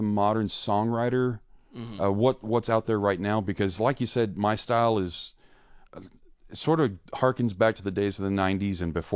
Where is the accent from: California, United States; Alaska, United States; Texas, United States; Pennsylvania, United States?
Texas, United States; Dallas; moved away as an adult; also born or lived in Lubbock; now in Austin, United States; Well, I grew up in Dallas. Grew up in Dallas, went to school in Lubbock